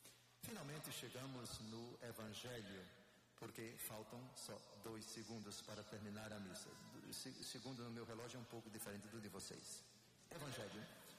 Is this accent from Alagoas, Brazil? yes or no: yes; Maceió, Alagoas, Brazil; Maceió, minha terra?